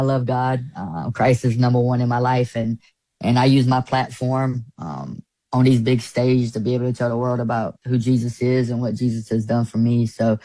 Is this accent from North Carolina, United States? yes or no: yes; Pembroke, North Carolina, United States; Yeah, I grew up in Pembroke, North Carolina. It's pretty rough. It's still rough. It's a place where everybody knows everybody, but we have one of the worst crime rates in North Carolina, and one of the worst cities in North Carolina.